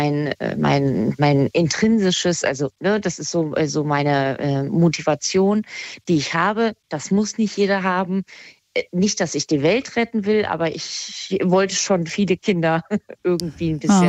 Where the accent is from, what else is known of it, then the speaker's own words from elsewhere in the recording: Kassel, Hesse, Germany; ich komme ja ursprünglich aus Kassel, aber bin dann ein bisschen weiter weggegangen.